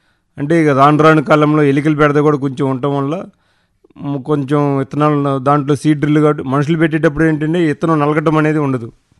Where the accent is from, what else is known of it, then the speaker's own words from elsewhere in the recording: Jonnalagadda, Andhra Pradesh, India; మాది జొన్నలగడ్డ గ్రామం, గుంటూరు రూరల్ మండలం, గుంటూరు డిస్టిక్.